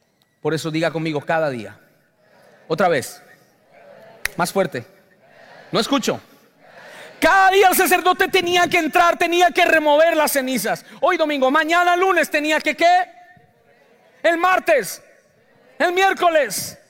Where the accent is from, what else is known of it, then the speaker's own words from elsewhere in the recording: Colombia; Yo soy de Colombia, pero algunos, a lo mejor de sus países, vivieron lo que yo viví